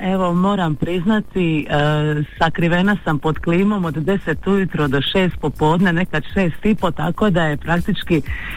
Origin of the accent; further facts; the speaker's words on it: Zadar, Zadar County, Croatia; born there; Da, ja sam u Zadru, ja živim u Zadru, rodila sam se u Zadru i u Zadru sam.